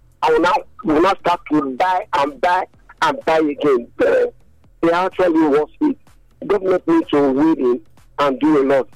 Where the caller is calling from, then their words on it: Nigeria; I'm calling from Nigeria.